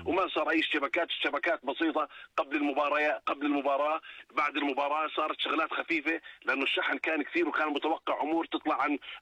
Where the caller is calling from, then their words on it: Jordan; الدوري عندنا بالاردن